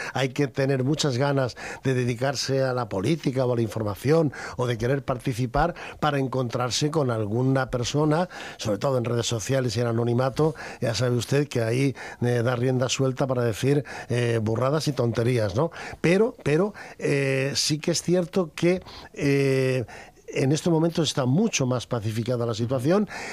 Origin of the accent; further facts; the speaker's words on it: Villanueva de la Serena, Extremadura, Spain; born there; now in Barcelona, Spain; le traje aquí a mi pueblo natal, a Villanueva de la Serena